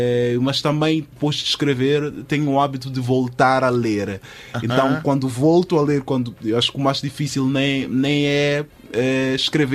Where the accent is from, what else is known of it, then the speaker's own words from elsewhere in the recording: Mozambique; no nosso dia a dia, como moçambicanos